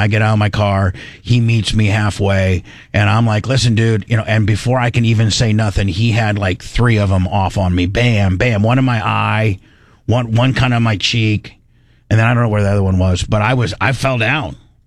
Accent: Midwest, United States; I was just a regular kid growing up in the Midwest

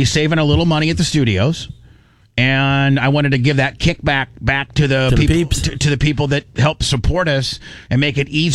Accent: Warsaw, Indiana, United States; born or raised there; moved away

